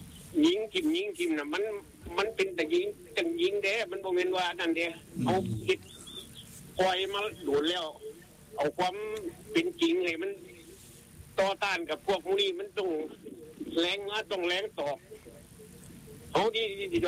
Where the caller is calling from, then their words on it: Chaiyaphum, Thailand; มาจากชัยภูมิครับ